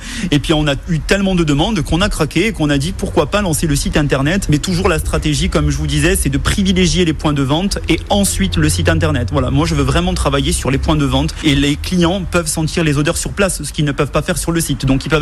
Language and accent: French; Occitanie, France; Moi, par exemple, je suis du Tarn, à Vaud'Olivez, et j'ai été baptisé là-bas